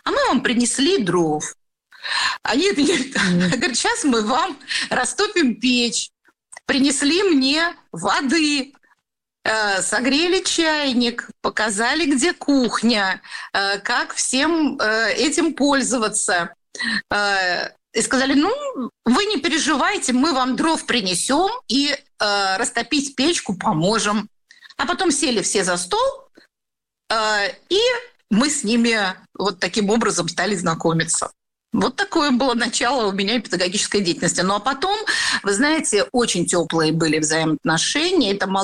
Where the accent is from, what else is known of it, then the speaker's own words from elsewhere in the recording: Velikiye Luki, Pskov Oblast, Russia; moved away as an adult; now in Tver Oblast, Russia; Я же из Великих Луг.